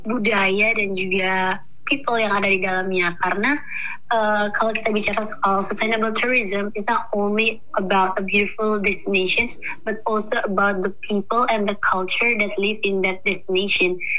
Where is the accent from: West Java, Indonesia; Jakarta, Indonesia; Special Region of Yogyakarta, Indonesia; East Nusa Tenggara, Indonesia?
East Nusa Tenggara, Indonesia; Ende; selama aku tinggal di ND dari kecil sampai aku besar.